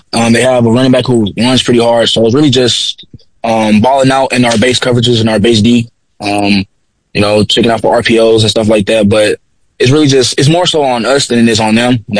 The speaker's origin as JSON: {"language": "English", "town": "Little Rock", "region": "Arkansas", "country": "United States", "said": "I came to Concordia because, I'm originally on from Little Rock, Arkansas"}